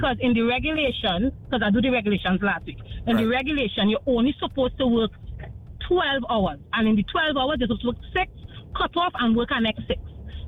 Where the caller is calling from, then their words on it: Santa Cruz, Trinidad & Tobago; I'm from Santa Cruz.